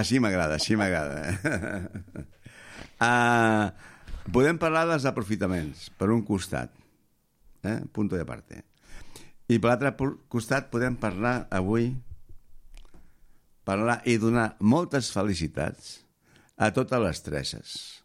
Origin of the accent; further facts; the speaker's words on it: Barcelona, Catalonia, Spain; Jo sóc de Barcelona i encara que porto molt temps aquí, tant en quant se m'escapa un espanyolada.